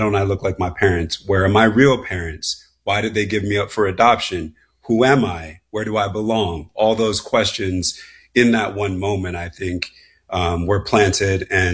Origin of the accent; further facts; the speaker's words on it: Harvard, Massachusetts, United States; not too far from where I grew up in Harvard, Mass. Still very affluent, still very white.